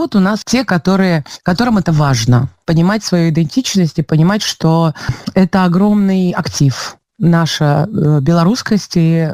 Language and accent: Russian; Belarus; now in London, United Kingdom; Ну, мы, белорусы, заложили капсулу времени, в которую сложили артефакты уже нашей современности.